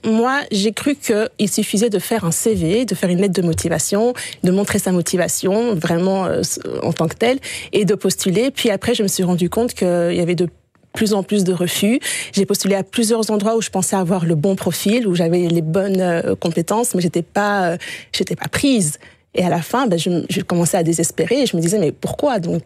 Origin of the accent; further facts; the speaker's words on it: Brussels, Brussels-Capital Region, Belgium; moi, je suis née à Bruxelles. J'ai fait ma scolarité ici, maternelle, Saint-Nicolas, primaire, secondaire.